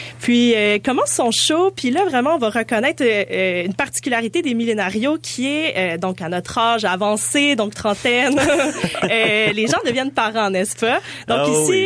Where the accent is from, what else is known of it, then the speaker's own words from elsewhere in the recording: Montreal, Quebec, Canada; je pense qu'on se reconnaît en tant que Montréalais aussi là